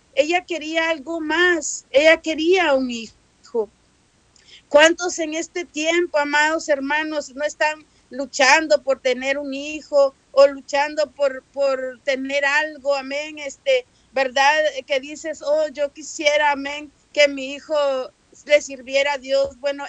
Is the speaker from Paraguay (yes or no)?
no; Guatemala; now in Tijuana, Mexico; yo soy de Guatemala, amén. Pero vivo aquí en Tijuana, Baja California